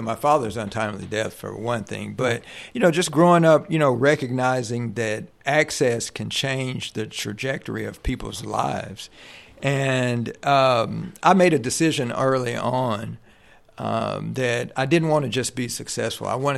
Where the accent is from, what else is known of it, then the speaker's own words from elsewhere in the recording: McCrory, Arkansas, United States; I grew up in McCrory, Arkansas, which is the Deltas.